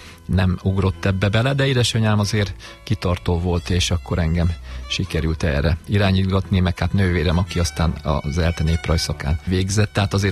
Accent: Komárom, Komárom-Esztergom, Hungary; Komáromból jöttem. Hát egész kiskoromban ismerkedtem meg a népzenével, mint ahogy a szokás, a gyerekeket beirattak engem is a zeneiskolába Komáromban

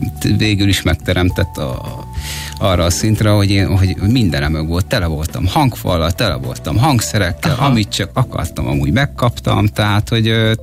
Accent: Endrefalva, Nógrád, Hungary; also born or lived in Salgótarján; Salgótarján. Én Salgótarjánban születtem. Salgótarján mellett nevelkedtem egyébként Endrefalván.

